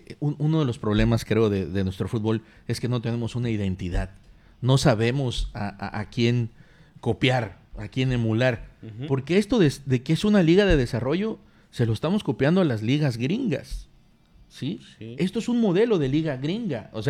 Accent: Mexico; No, pero somos mexicanos

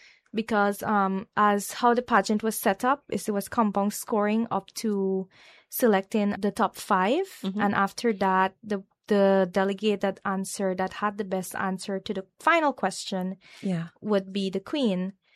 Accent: St. Cuthbert's Mission, Demerara-Mahaica, Guyana; We're from St. Cuthbert's Mission.

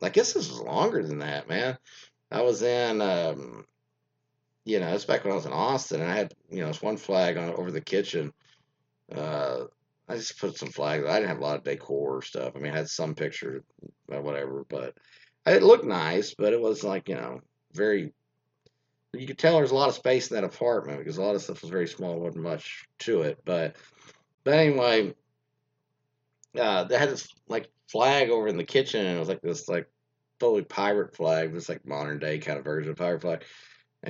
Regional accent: Spain; from España, like in Spain.

